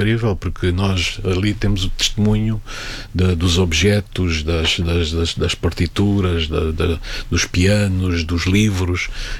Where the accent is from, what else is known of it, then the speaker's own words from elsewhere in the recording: Kuito, Bié, Angola; e depois do Uambo para a minha terra, para o Quito e para Catabola